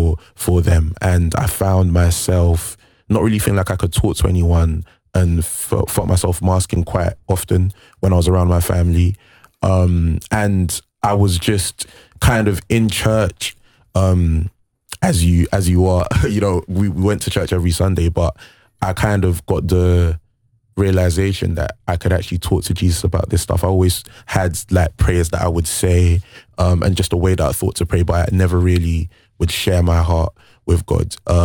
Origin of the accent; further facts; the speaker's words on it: London, United Kingdom; also born or lived in Nigeria; I was born in Nigeria. I lived there for 5 years. Then we came to London and kind of just moved all around South London for a bit, living still Southeast London around there.